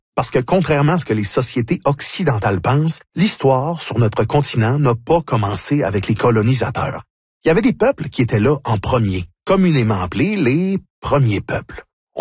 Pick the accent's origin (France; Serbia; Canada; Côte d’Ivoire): Canada; Terrebonne, Quebec